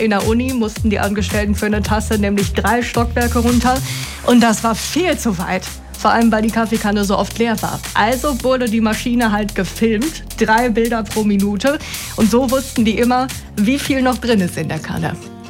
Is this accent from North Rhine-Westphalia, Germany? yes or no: yes; North Rhine-Westphalia, Germany; wir Deutschen sind eine Biernation. Das wird ja immer weniger, auch bei uns im Sauerland.